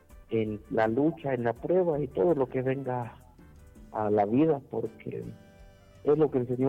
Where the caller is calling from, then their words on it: Aguacatán, Huehuetenango, Guatemala; Le estoy llamando de aquí, … de Aguacatán.